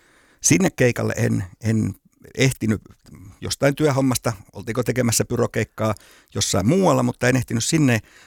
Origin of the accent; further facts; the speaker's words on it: Kauhava, South Ostrobothnia, Finland; hän tiesi, että mä oon Pohjanmaalta Kauhavalta kotosi